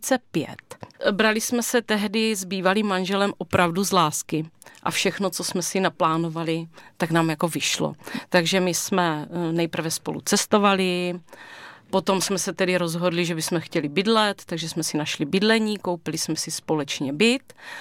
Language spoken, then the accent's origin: Czech; Brno, South Moravian Region, Czechia; Tak já jsem z Brna, bydlím celý život v Brně